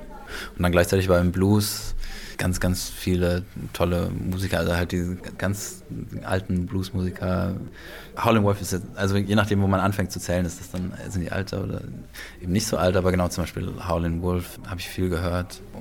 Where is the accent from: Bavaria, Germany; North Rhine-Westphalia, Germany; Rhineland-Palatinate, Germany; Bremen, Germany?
North Rhine-Westphalia, Germany; now in Berlin, Germany; Nee, ich bin in NRW aufgewachsen, bin jetzt aber schon mehr als 10 Jahre in Berlin. So langsam werde ich Berliner.